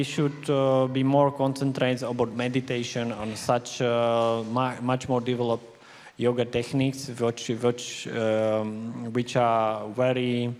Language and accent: English; Banská Bystrica, Banská Bystrica Region, Slovakia; English is a second language; my city where I am from Banska Bystrica.